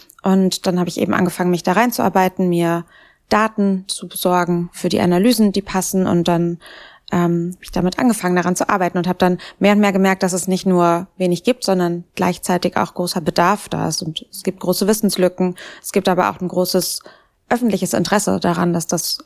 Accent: North Rhine-Westphalia, Germany; now in Berlin, Germany; Also, ich komme eigentlich aus Westdeutschland, aus Nordrhein-Westfalen, um genau zu sein, und aus einer mittelgroßen Stadt in der Nähe vom Ruhrgebiet. Es herrscht eher viel Armut dort.

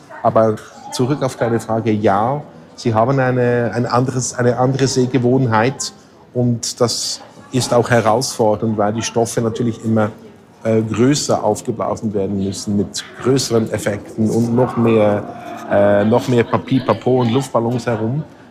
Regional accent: Switzerland; Ja, ich komme ja aus der Schweiz und ich kenne natürlich die Situation in den Bergen.

